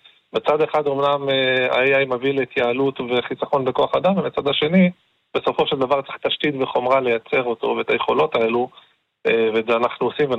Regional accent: Northern District, Israel; אני צפוני, גדלתי בצפון, בחרתי להקים ולבנות את הבית בצפון

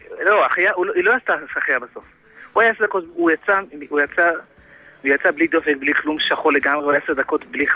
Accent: Jerusalem, Jerusalem District, Israel; אני ירושלמי מקור, כן.

